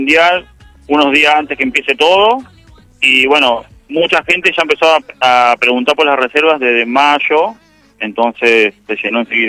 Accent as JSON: {"language": "Spanish", "country": "Argentina", "said": "como argentino también disfrutando del momento."}